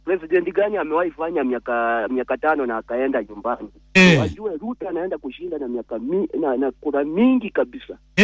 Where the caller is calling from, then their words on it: Nairobi, Kenya; kutoka Kibera.